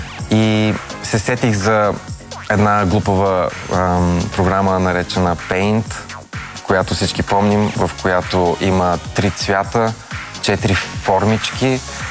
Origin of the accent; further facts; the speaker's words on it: Varna, Varna Province, Bulgaria; now in Sofia, Bulgaria; Аз съм от Варна, там съм израснал, но живея в София вече 10 години